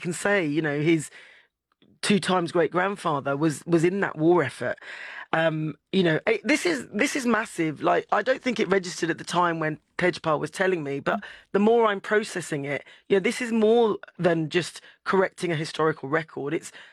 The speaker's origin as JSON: {"language": "English", "region": "England", "country": "United Kingdom", "tie": "born there", "said": "I'm English born, I was born in England, the only one of my siblings that was born here."}